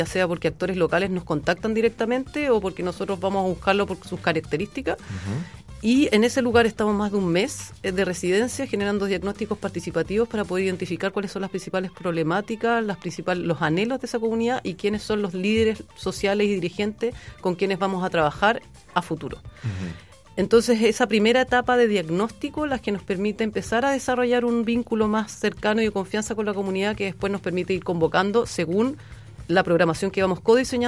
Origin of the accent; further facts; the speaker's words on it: Valparaíso, Chile; moved away as an adult; now in Santiago, Chile; ahora me fui a Santiago por pega, hijo y otras cosas, como... Ya. Pero sí, estudié acá, viví más de 20 años acá